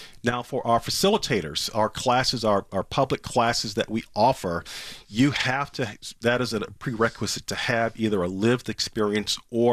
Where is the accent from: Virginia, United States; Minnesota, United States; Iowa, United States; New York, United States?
Virginia, United States; Norfolk; in the city of Norfolk, my hometown